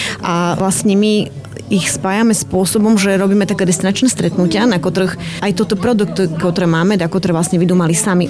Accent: Košice Region, Slovakia; accent: Zemplín dialect; first language Zemplín dialect; moved away as an adult; now in Medzilaborce area, Slovakia; Takže pochádzam od Trebišova a tu jem sa medzi laborcoch jem sa vydala

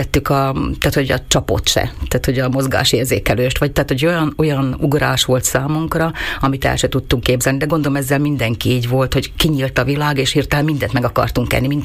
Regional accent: Krásnohorské Podhradie, Košice Region, Slovakia; also born or lived in Várhosszúrét (Kunova Teplica); Ugye hegyek, erdő között nőttem föl, és a gyerekkorom Krasznokán, illetve nagymamámmal Várhosszúréten töltöttük

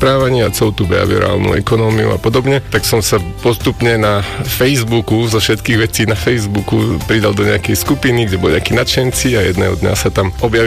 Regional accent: Spišská Nová Ves, Košice Region, Slovakia; moved away as an adult; also born or lived in Brno / Australia; a narodil som sa v Spišskej Novej Vsi.

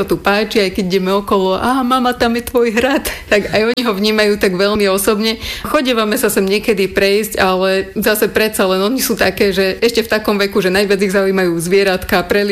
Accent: Vráble, Nitra Region, Slovakia; Ja pochádzam z nedalekého mesta Vráble a študovala som tu na Univerzite Konštantína filozofa, management kultúry a turizmu.

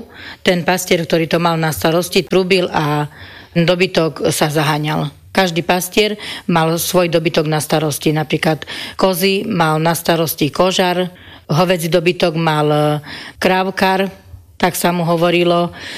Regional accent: Zemplínska Teplica, Košice Region, Slovakia; U nás v Zemplínskej Teplici sa choval hlavne statok, krávy, voly, potom boli tu kozy, ovce, kone ešte ošípané.

